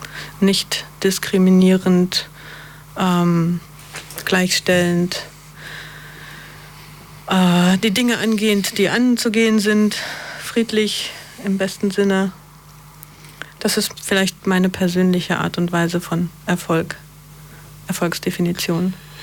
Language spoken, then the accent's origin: German; Berlin, Germany; Ich bin gebürtige Berlinerin, Mitte der 70er geboren.